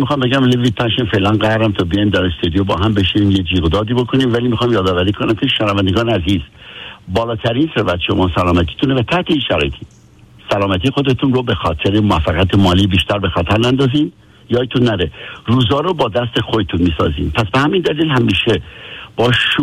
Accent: Iran; به عنوان یک ایرانی

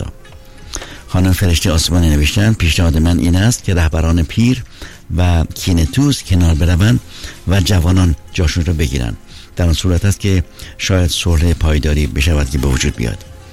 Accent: Masjed Soleyman, Khuzestan, Iran; born there; یار دوستانی من بودن در مسجد سلیمان. نوشن مرحوم جناب جاوید، عرشبت که رئیس ناحیه شهر زادگاه من در مسجد سلیمان بود

